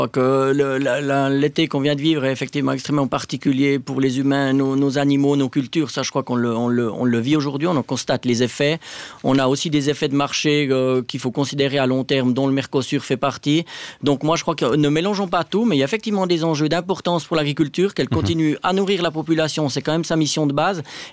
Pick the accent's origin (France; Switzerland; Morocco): Switzerland; Jura Arc; je viens d'une région de l'Arc jurassien qui en vit.